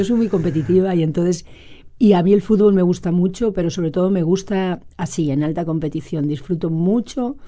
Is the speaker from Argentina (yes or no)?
no; Spain